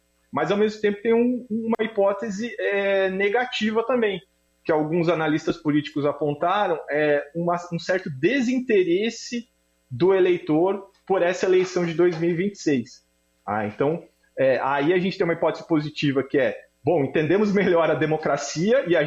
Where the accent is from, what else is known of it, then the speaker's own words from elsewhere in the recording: Joinville, Santa Catarina, Brazil; born there; moved away; eu sou nascido de Joinville, assim como a Carol, né, a gente saiu de Joinville